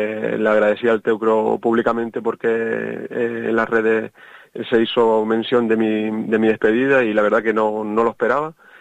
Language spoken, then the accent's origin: Spanish; Canary Islands, Spain; Yo tirándome, mira que soy canario y canarión, pero yo voy con el Pontevedra.